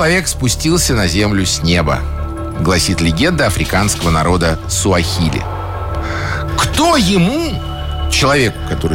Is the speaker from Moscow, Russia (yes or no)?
yes; Moscow, Russia; born there; я просто, к сожалению, родился в Москве.